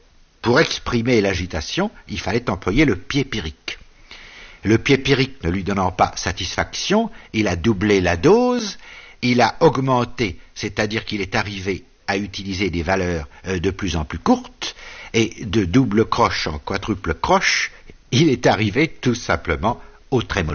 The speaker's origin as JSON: {"language": "French", "country": "France", "said": "chez nous, en France"}